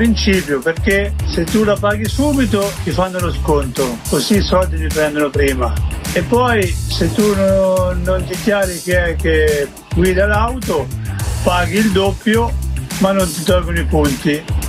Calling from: Sansepolcro, Tuscany, Italy; da Sansepolcro.

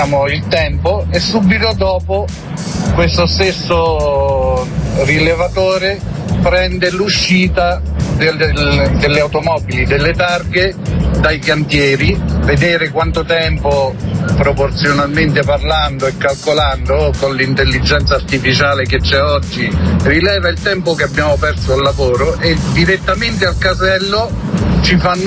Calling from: Sora, Lazio, Italy; da Sora, provincia di Frosinone.

